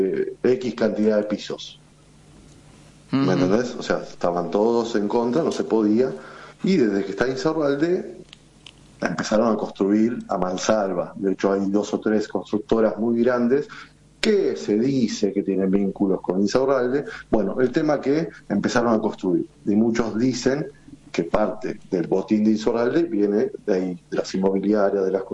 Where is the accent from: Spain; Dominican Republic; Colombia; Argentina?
Argentina; Lomas de Zamora, Buenos Aires Province; yo soy de Lomas de Zamora.